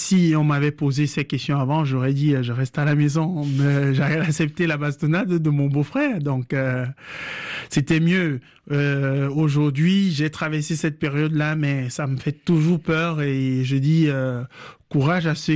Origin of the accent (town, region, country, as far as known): Yaoundé, Centre, Cameroon; born or raised there; moved away